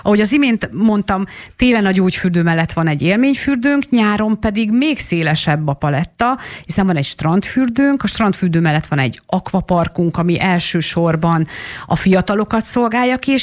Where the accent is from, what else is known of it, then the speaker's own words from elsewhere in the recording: Hajdúszoboszló, Hajdú-Bihar, Hungary; A legtöbb szoboszlói mondjuk ezt mondja, én nagyon lokálpatrióta vagyok, tehát én a fürdőben nőttem föl, én a fiatal koromat a fürdőben töltöttem.